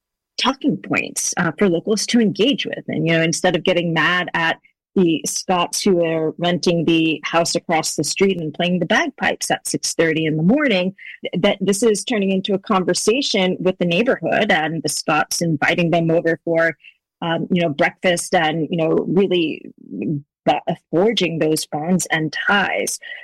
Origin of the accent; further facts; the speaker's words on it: Boston, Massachusetts, United States; One, Boston. I'm originally from Boston